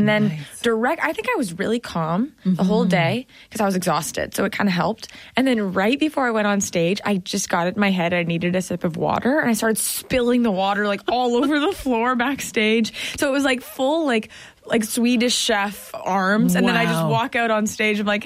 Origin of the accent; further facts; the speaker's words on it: Canada; I'm Canadian.